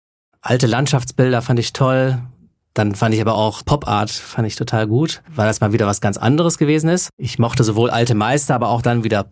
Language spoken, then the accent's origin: German; Münster, North Rhine-Westphalia, Germany; ich bin so als Münsteraner mit der Skateboard-Kultur groß geworden, mit Titus.